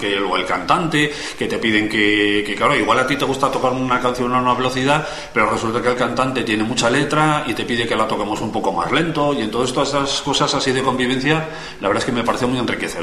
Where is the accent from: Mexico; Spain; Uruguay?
Spain; San Sebastián, Basque Country; porque yo nací en San Sebastián. Y allí, pues la verdad es que en la comunidad del País Vasco, pues un instrumento muy popular.